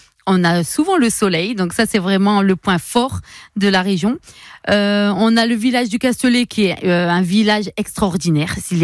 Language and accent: French; Tourcoing, Hauts-de-France, France; now in Var, France; Oui, parce que je viens de Tourcoing, donc à 20 minutes de Lille.